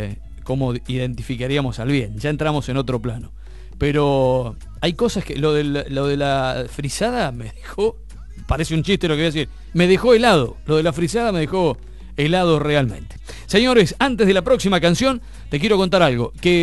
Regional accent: Argentina; Y bueno, somos argentinos.

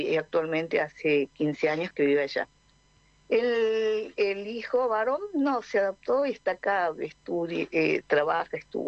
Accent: Jujuy, Argentina; yo le digo que soy una argentina doc de origen controlado. que soy propia porque yo, aparte de soy argentina, soy jujeña, soy bien norteña, bien norteña.

